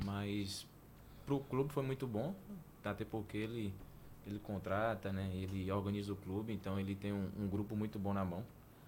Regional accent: Vitória da Conquista, Bahia, Brazil; Todo mundo lá na minha cidade, Vitória da Conquista, me conhece como

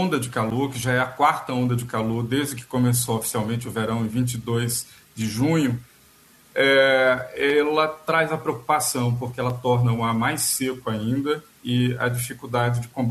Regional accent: Pernambuco, Brazil; eu sou pernambucano, sou do estado

